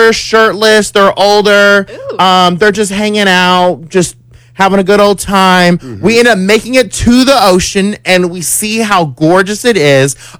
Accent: Dallas, Texas, United States; I said, yeah, because I'm from Oak Cliff.

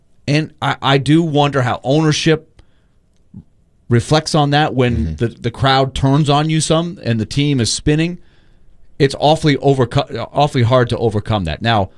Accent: New York, United States; And I watched them a lot when I grew up in New York.

